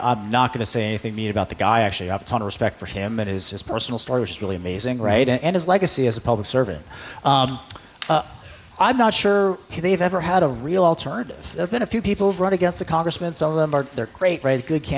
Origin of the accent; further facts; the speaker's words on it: Connecticut, United States; Then we moved next door to New Canaan, Connecticut. My mom's from Brockton, Braintree, and then I grew up in Connecticut.